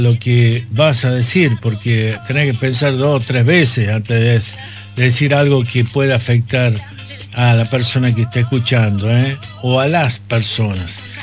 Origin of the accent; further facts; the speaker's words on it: Chilecito, La Rioja, Argentina; yo hablo de Chilecito, que yo pasé por las aulas de la escuela normal, de tanto la primaria como la secundaria, o sea que tengo la formación en Chilecito